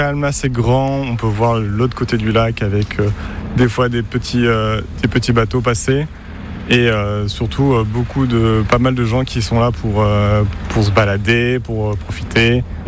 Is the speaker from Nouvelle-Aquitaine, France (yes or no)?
yes; Bordeaux, Nouvelle-Aquitaine, France